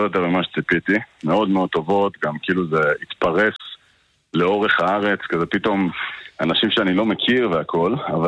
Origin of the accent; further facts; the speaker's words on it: Jerusalem, Jerusalem District, Israel; עמק רפאים וקטמון בירושלים, שזה האזורים שהייתי כאילו הכי מסתובב בהם, וגם אמא שלי גרה ברחוב הזה, אז שם גדלתי כל השנותיי כנער.